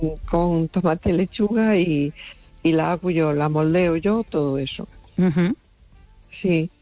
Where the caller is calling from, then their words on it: A Coruña, Galicia, Spain; de Coruña.